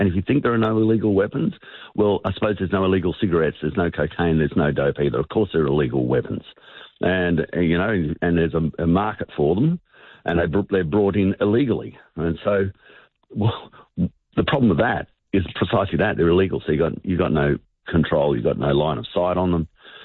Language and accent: English; Australia; how I live as an Australian, a big part. There are so many people who this is part of their recreational pursuit. I live on the country.